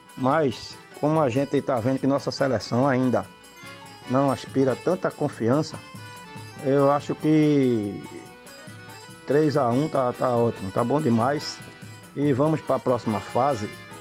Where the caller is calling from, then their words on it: Brazil; somos brasileiros